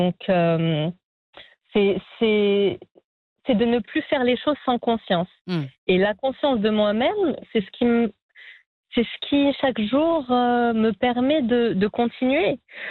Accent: Annecy, Auvergne-Rhône-Alpes, France; moved away; En plus, je venais de France, oui, mais d'Annecy

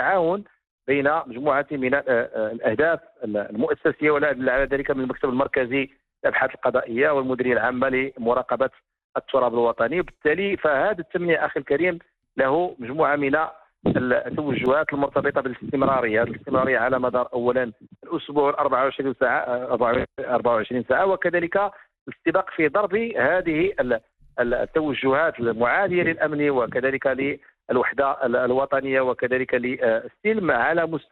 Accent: Morocco

